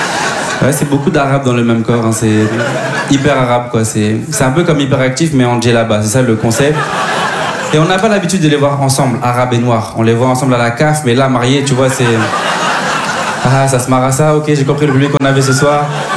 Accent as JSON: {"language": "French", "town": "Bordeaux", "region": "Nouvelle-Aquitaine", "country": "France", "lives_now": "Paris, France", "said": "Moi, je suis pas d'ici, moi, je suis de Bordeaux. Je découvre Paris petit à petit."}